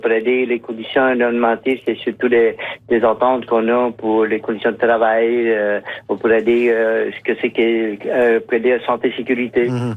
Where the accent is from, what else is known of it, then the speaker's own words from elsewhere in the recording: Magdalen Islands, Quebec, Canada; Aussi, nous autres, on sait qu'on est de la Madeleine, on est insulaire